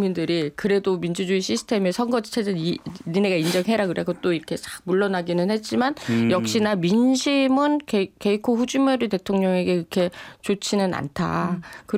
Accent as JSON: {"language": "Korean", "country": "South Korea", "said": "제가 굉장히 한국 사람으로서 자랑스럽기는 하지만"}